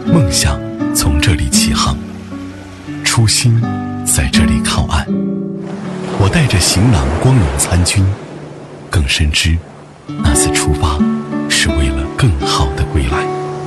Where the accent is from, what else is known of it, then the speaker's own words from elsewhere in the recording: Qingdao, Shandong, China; 我在这里出生，在这里成长，跟随着父亲的足迹去实现他未实现的理想，不忘初心，心系故乡，别忘了自己是灵山岛人。